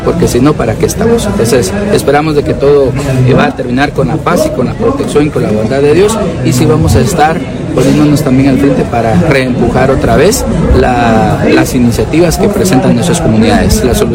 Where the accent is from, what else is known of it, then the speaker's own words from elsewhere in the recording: Guatemala; todos somos guatemaltecos